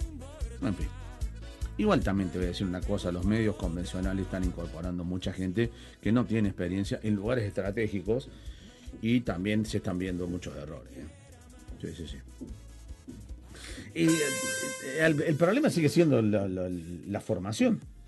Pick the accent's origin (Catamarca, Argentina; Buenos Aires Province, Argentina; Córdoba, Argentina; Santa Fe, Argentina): Córdoba, Argentina; Pozo del Molle; Hola chicos … de Pozo del Moyo, hecho a Tony. Pero hoy los escucho desde acá de Córdoba.